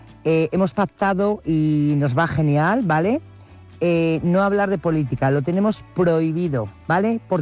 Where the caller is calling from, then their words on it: Burgos, Castile and León, Spain; Buenas noches … corresponsal de Burgos.